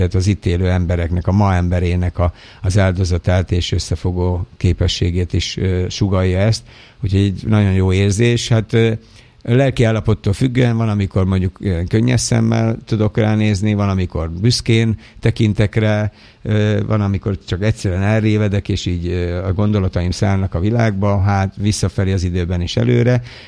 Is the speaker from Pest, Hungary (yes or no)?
yes; Dabas, Pest, Hungary; ez a közösség, ahová én születtem, és ahol felnőttem, ahol gyakorlatilag az életemet leéltem